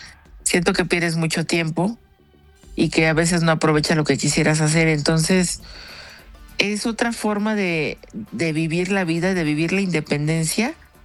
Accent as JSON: {"language": "Spanish", "country": "Mexico", "said": "pues yo la verdad es que soy de México"}